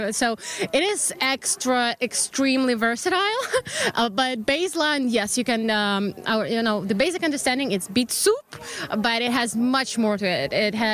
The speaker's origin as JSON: {"language": "English", "country": "Ukraine", "also_born_or_lived": "Toronto, Canada", "moved": "as an adult", "lives_now": "Quebec, Canada", "said": "I'm Canadian-Ukrainian"}